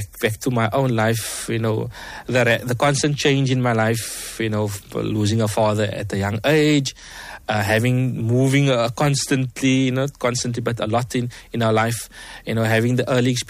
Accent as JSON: {"language": "English", "region": "Western Cape", "country": "South Africa", "tie": "born or raised there", "said": "Again, I grew up in Lavendale. I was around the man drugs"}